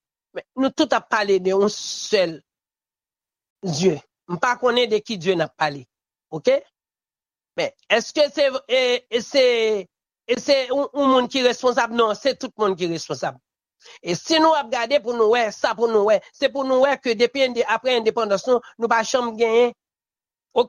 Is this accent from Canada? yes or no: no; Haiti